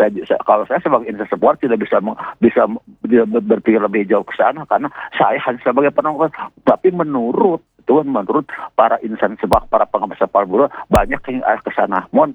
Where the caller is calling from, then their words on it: Bandung, West Java, Indonesia; Saya dari Bandung Timur nih ya, sedikit berkomentar tentang masalah Piala Dunia sekarang ya.